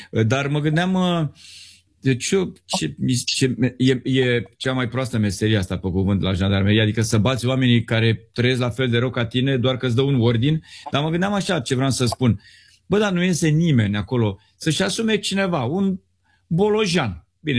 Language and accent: Romanian; Romania